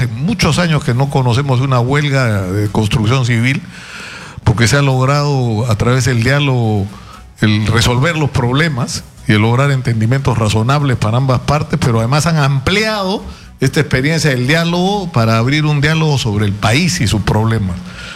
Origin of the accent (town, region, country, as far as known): Peru